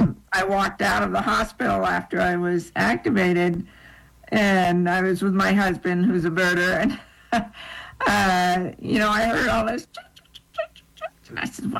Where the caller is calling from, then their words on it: Vermont, United States; A place called the Northeast Kingdom, about 20 miles south of the Canadian border.